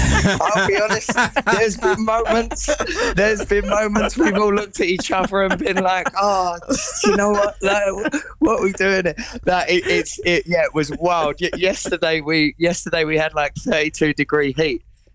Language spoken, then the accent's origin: English; London, United Kingdom; So I'm from East Ham.